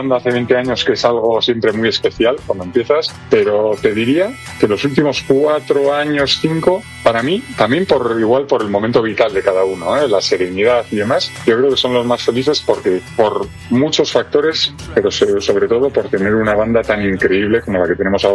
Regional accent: Bilbao, Basque Country, Spain; now in Madrid, Spain; yo soy de Bilbao y soy del 78, con lo cual conocí aquello, pero no en primera persona especialmente. Yo soy con una familia de clase media

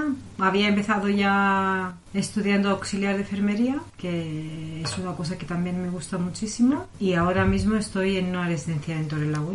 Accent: Crete, Greece; Spanish is a second language; moved away as an adult; now in Patones, Spain; Yo soy de Grecia, de una isla súper bonita que se llama Creta.

